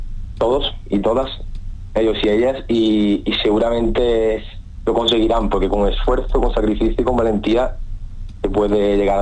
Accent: Seville, Andalusia, Spain; de Andalucía, de mi tierra, de Sevilla

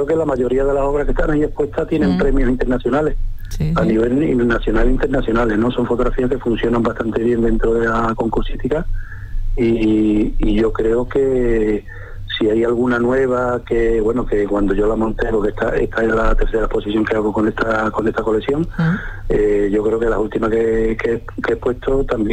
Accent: Cádiz, Andalusia, Spain; moved away as an adult; now in Puerto Real, Spain; Yo soy de Cádiz, pero vivo en Puerto Real desde hace ya 32 años.

